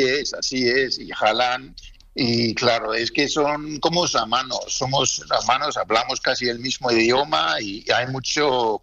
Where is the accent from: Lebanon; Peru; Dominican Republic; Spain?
Spain; Yo soy español, español, español.